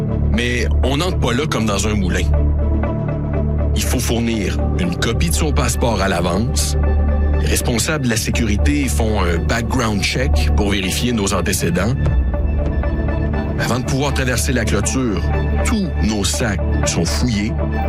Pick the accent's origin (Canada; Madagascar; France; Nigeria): Canada; moved away as an adult; now in Washington, United States; On est un groupe d'une vingtaine de Canadiens